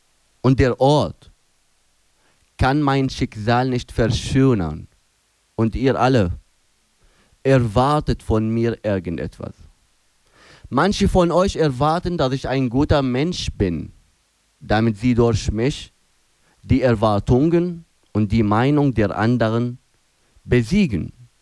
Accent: Aleppo, Aleppo Governorate, Syria; now in Berlin, Germany; Aleppo, wo ich aufgewachsen bin, und Berlin, wo ich jetzt lebe.

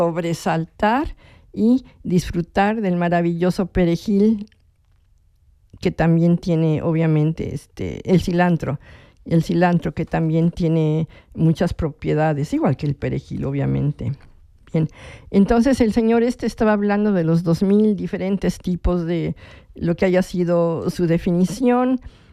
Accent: Veracruz, Mexico; de mi estado, de Veracruz.

